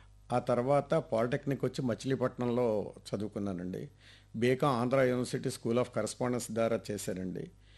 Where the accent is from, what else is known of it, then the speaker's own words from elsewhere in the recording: Andhra Pradesh, India; మా స్వగ్రామం తూర్పుగోదావరి జిల్లా అంబాజీపేట సమీపంలోని పండిత జగన్నాథరాయల స్వగ్రామమైన